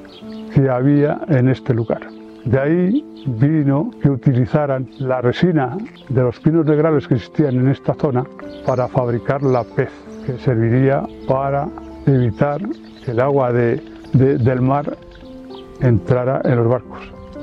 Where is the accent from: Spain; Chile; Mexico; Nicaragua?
Spain; El Barraco, Castile and León; vecino y natural de El Barranco.